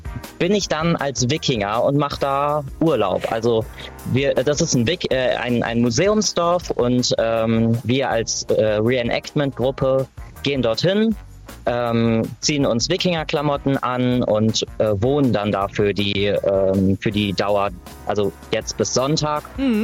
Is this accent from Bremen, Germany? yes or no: yes; Bremen, Germany; moved away as an adult; now in Oldenburg, Germany; Also eigentlich komme ich ursprünglich aus Bremen-Nord.